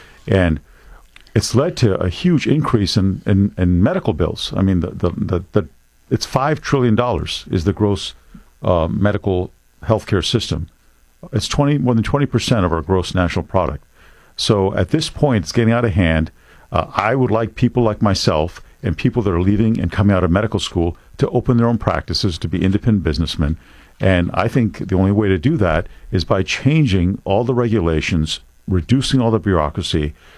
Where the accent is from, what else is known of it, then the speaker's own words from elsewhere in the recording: Buffalo, New York, United States; I'm a legal immigrant. I came here when I was about 2 1/2, and then I grew up in Buffalo, New York, as you all know.